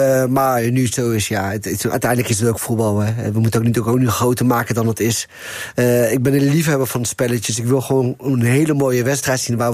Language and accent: Dutch; Morocco; Nee, ik ben van Marokko.